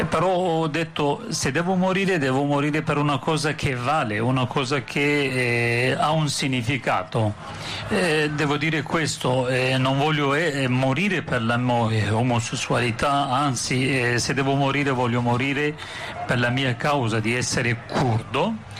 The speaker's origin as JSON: {"language": "Italian", "town": "Bismil", "region": "Diyarbakır Province", "country": "Turkey", "tie": "born there", "second_language": "Italian", "moved": "yes", "said": "Sono nato nel 1988 nel Kurdistan, a Bismil."}